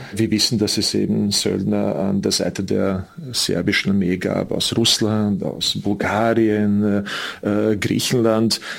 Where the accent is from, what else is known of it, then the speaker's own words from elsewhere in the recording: Prijedor, Republika Srpska, Bosnia & Herzegovina; In meiner Heimatstadt Prijedor sind 3100 Menschen getötet worden, etc., etc.